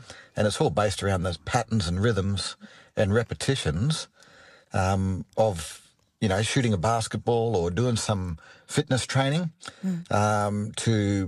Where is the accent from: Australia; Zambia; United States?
Australia; Darwin, Northern Territory; moved away; also born or lived in Sydney; But it was tough because I'm from Darwin, like you said. You know, all my friends played AFL.